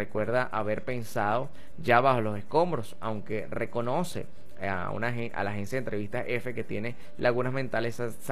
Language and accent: Spanish; Venezuela